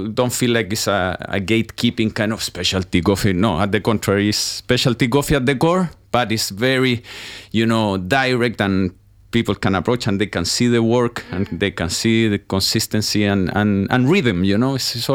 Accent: Chile; moved away as an adult; So yeah, I'm from Chile, and I arrived here 17 years ago.

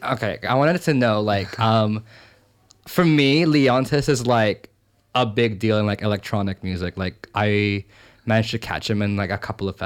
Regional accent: Philippines; Bro, I'm Filipino as well.

